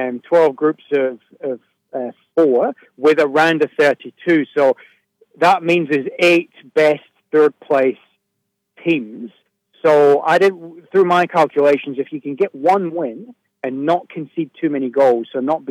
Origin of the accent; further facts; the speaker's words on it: Scotland, United Kingdom; as a Scotsman